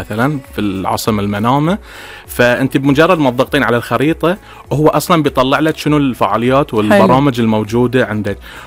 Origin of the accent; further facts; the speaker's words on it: Bahrain; احنا كبحرينيين